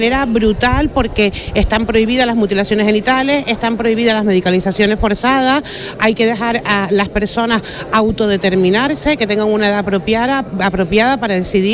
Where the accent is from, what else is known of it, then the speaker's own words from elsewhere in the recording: Canary Islands, Spain; en mi caso, que vengo de Canarias